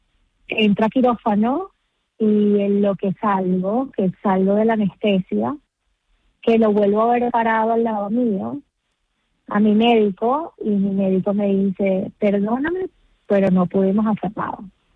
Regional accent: La Guaira, Venezuela; en La Guaira, en mi país, en mi pueblo

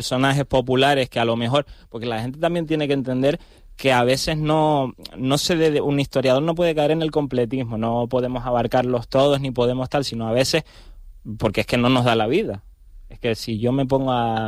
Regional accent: Canary Islands, Spain; accent: Canarian

